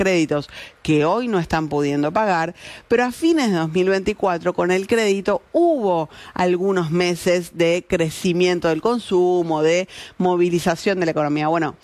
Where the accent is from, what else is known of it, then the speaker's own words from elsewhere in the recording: Lomas de Zamora, Buenos Aires Province, Argentina; Muy buenas desde Lomas de Zamora, gracias por estar, gran programa. Besos a mi tierra natal, a Lomas de Zamora.